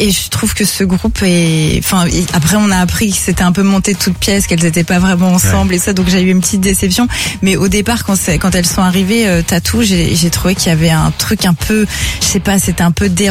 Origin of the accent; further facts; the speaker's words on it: Paris, Île-de-France, France; C'est vrai qu'en tant que parisien, on pense pas.